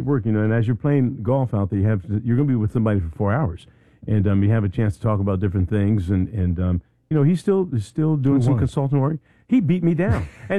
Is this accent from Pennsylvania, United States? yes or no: yes; Philadelphia, Pennsylvania, United States; now in Fayetteville, United States; I'm from Philadelphia, and I'm still here.